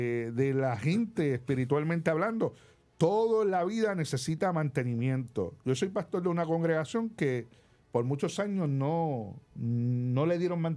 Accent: Puerto Rico

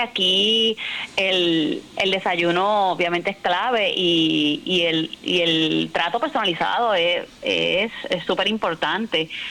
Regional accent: Ponce, Puerto Rico; Yo soy originalmente de Ponce

